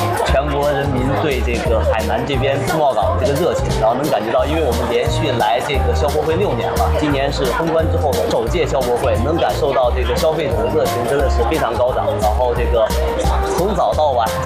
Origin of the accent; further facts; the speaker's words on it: Canada; now in China; 我是从加拿大这个来到中国，然后带来了这个我们加拿大的这个各种好的产品